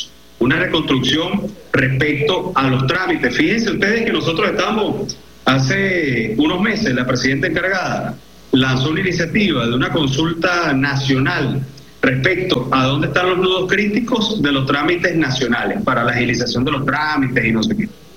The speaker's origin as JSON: {"language": "Spanish", "country": "Venezuela", "said": "Nosotros como venezolanos hemos enfrentado y superado crisis"}